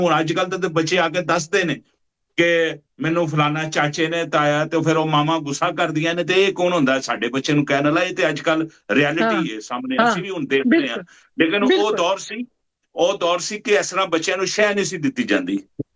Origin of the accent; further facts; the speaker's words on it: Lahore, Punjab, Pakistan; ਮੇਰਾ ਨਨਿਆਲ ਵੀ ਉੱਥੇ ਆ ਤੇ ਉੱਥੇ ਹੀ ਮੈਂ ਪੈਦਾ ਹੋਇਆ। ਤੇ ਉਸ ਤੋਂ ਬਾਅਦ ਫਿਰ ਲਾਹੌਰ ਦਾ ਇਲਾਕਾ ਹੈਗਾ ਆਪਣਾ ਨੈਸ਼ਨਲ ਟਾਊਨ, ਉੱਥੇ ਮੈਂ ਮੇਰਾ ਬਚਪਨ ਗਰੋ ਹੋਇਆ ਸਾਰਾ।